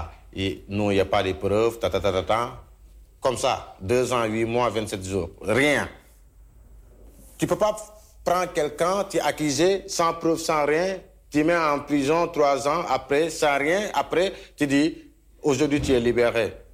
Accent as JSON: {"language": "French", "country": "Senegal", "second_language": "French", "lives_now": "Italy", "said": "moi je suis sénégalais."}